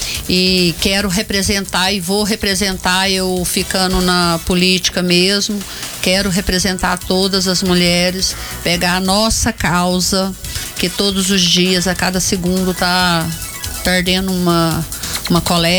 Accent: Morrinhos, Goiás, Brazil; now in Anápolis, Brazil; Nascida e criada lá.

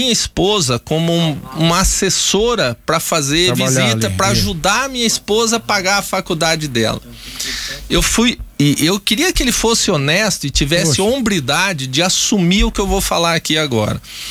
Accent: Paraná, Brazil; Mas eu sou paranaense

